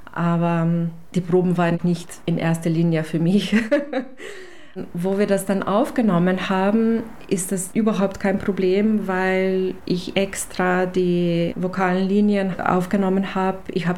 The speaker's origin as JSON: {"language": "German", "town": "Krško", "country": "Slovenia", "said": "In Kirschko, wo ich herkomme, habe ich in Big Band angefangen als Sängerin."}